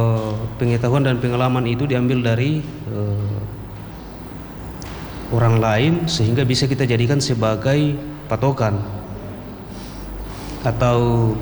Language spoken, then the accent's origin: Indonesian; Mamasa, West Sulawesi, Indonesia; kita sebagai orang Sulawesi Barat, orang Mamasa